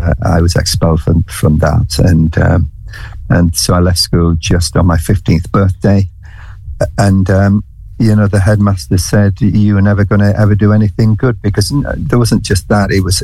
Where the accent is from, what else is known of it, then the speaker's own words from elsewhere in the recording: St Helens, North West England, United Kingdom; now in London, United Kingdom; I was brought up in Merseyside. I was brought up in a place near Liverpool called St. Helens. And I was brought up in a church